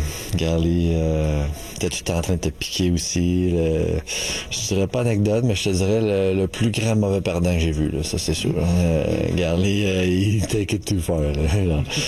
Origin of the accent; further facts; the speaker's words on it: Quebec, Canada; de jouer deux premières ligues à Montréal, puis spécialement en tant que Québécois pour moi personnellement